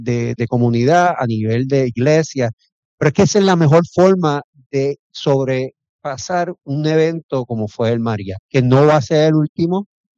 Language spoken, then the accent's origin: Spanish; Puerto Rico; Y tenemos, como puertorriqueños, y me incluyo, tenemos esta memoria a corto, ¿verdad?